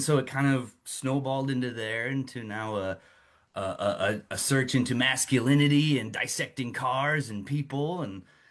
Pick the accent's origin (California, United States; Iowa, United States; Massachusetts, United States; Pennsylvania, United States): Iowa, United States; I grew up in Iowa.